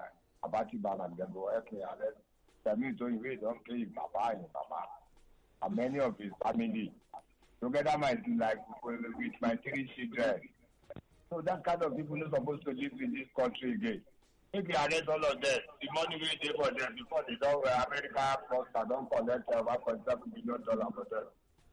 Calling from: Alagbado, Lagos, Nigeria; I'm from Alagbadu.

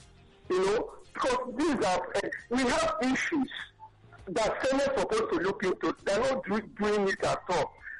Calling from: Canada; I'm calling from Canada.

